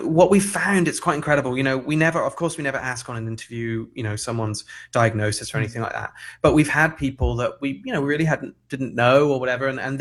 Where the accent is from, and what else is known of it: United Kingdom; accent: British; now in United States